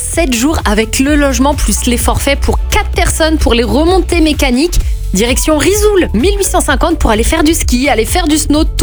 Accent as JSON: {"language": "French", "country": "France", "said": "chez nous en France"}